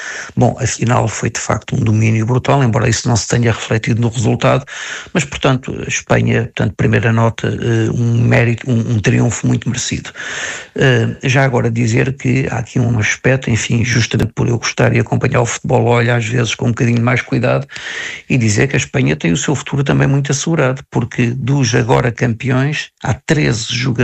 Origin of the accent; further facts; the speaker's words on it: Lisbon, Portugal; now in Braga, Portugal; Eu sou nado em Braga, de facto não sou criado em Braga, eu cresci em Lisboa, mas voltei para Braga e vivo aqui há muitos anos, e é a minha cidade e a cidade da minha família.